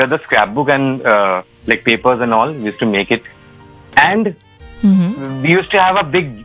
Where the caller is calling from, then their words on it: Belgharia, West Bengal, India; I'm calling from Belgoria.